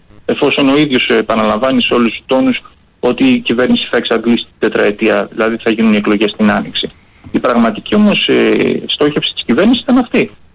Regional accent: Thessaly, Greece; για παράδειγμα που είμαι και από τη Μαγνησία

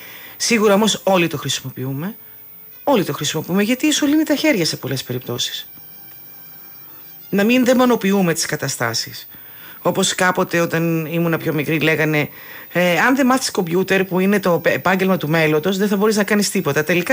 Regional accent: Kalamata, Peloponnese, Greece; Ναι, είμαι από την Καλαμάτα

